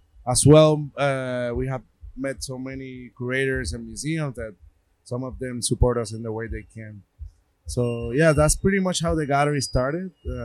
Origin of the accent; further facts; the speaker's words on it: Puerto Rico; accent: Puerto Rican; you know, my Puerto Rican accent, which I'm very proud of.